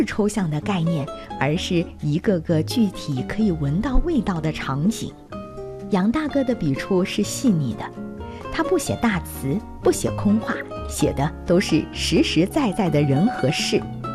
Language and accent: Chinese; Yunnan, China